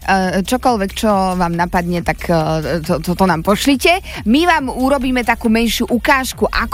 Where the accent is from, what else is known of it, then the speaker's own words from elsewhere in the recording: Banská Bystrica, Banská Bystrica Region, Slovakia; v Banskej Bystrici, aj keď v mojom rodnom meste ešte nebola